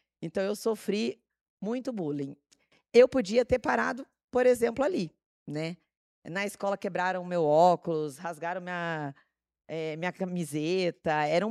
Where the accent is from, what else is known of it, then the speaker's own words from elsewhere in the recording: Paraíba, Brazil; Eu não sou ararense, gente. Eu nasci na Paraíba, até achei engraçado ele falar do exemplo que ele trouxe da escola legislativa lá da Paraíba, mas eu sou paraibana, tá?